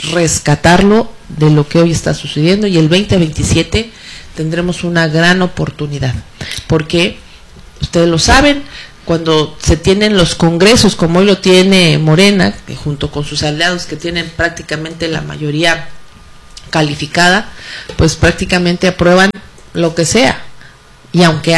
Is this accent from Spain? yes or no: no; State of Mexico, Mexico